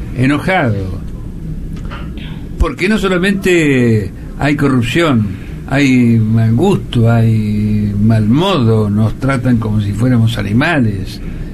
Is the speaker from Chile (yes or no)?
no; Argentina; Yo soy argentino